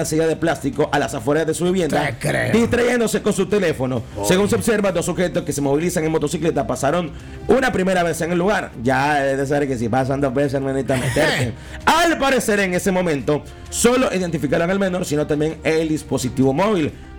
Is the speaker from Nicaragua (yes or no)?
yes; Juigalpa, Chontales, Nicaragua; allá en mi pueblo natal, Juigalpa